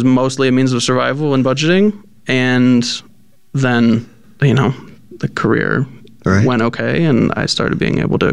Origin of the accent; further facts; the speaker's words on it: Virginia, United States; In short, road trips. I mean, I grew up in Virginia, so road trips were frequently...